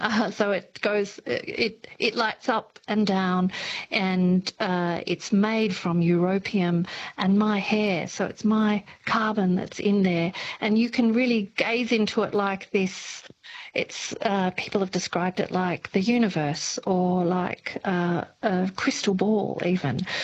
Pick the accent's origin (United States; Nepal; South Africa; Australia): Australia; now in Germany; And in fact, I'm an Aussie. I'm not a German Australian, but, you know, that's okay.